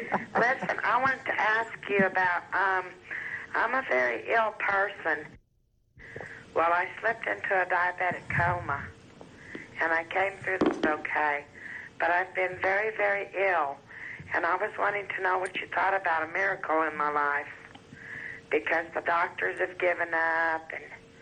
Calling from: San Antonio, Texas, United States; I'm from San Antonio.

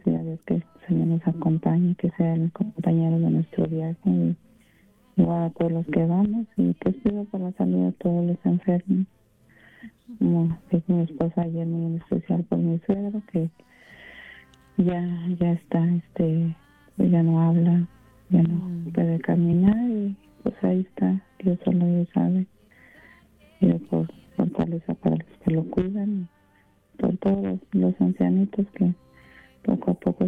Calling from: Texas, United States; Buenos días, aquí estamos en Texas.

